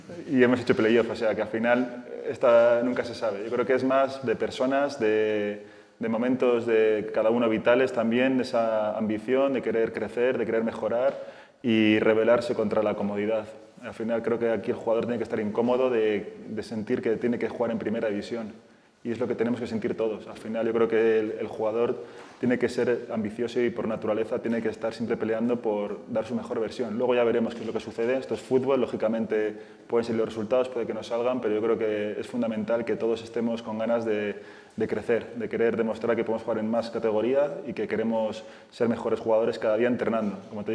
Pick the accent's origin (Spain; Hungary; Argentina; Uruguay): Spain; Bilbao, Basque Country; yo soy de Bilbao y mi portero referente en aquel momento cuando yo jugaba